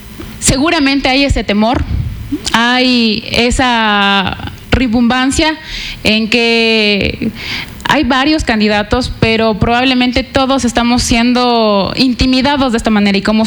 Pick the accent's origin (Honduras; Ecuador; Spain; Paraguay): Ecuador; Píllaro, Tungurahua; Yo he nacido y he crecido toda mi vida en mi tierra